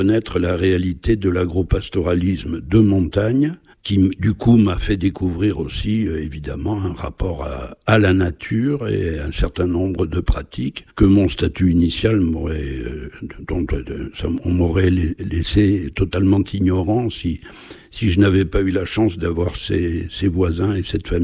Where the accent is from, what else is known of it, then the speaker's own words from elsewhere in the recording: Luz-Saint-Sauveur, Occitanie, France; probablement mon enfance à Luce-Saint-Sauveur et le fait d'avoir pour voisin une famille de tout petits paysans, la famille Noguet